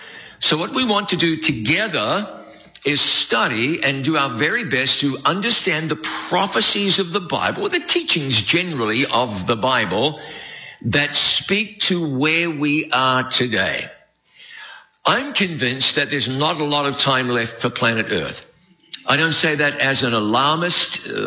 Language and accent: English; New Zealand; I'm the probably the only person here tonight with a real southern accent. My accent comes from New Zealand.